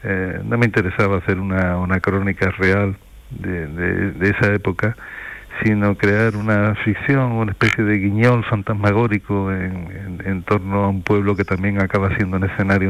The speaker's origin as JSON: {"language": "Spanish", "town": "Rota", "region": "Andalusia", "country": "Spain", "tie": "born or raised there", "said": "mi pueblo sí fue muy determinante para mí durante la adolescencia, porque era un pueblo anómalo, por la presencia norteamericana"}